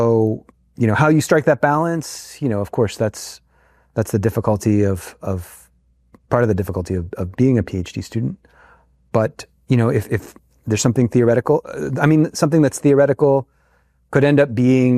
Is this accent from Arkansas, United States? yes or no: no; Pittsburgh, Pennsylvania, United States; I grew up in Pittsburgh and I went to high school in Pittsburgh